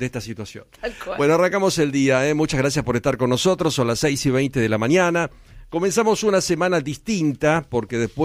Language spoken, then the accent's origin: Spanish; Argentina; como los argentinos somos muy presidencialistas